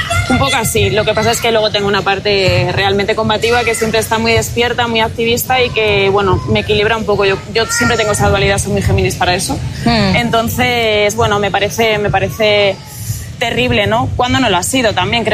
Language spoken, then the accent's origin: Spanish; Segovia, Castile and León, Spain; now in Madrid, Spain; Yo soy de Segovia.